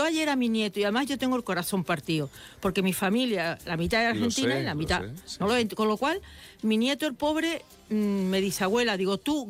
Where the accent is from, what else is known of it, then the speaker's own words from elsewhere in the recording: Málaga, Andalusia, Spain; yo soy de Málaga, pues yo quiero que gane España.